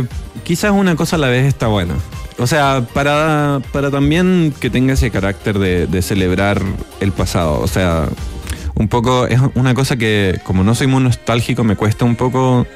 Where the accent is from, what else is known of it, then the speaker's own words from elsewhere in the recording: Chile; moved away as an adult; now in United States; mi papá es brasilero y yo crecí como en Chile, obviamente.